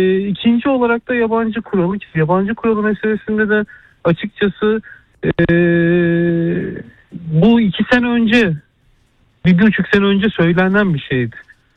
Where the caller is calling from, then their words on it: Istanbul, Turkey; ben İstanbul'dan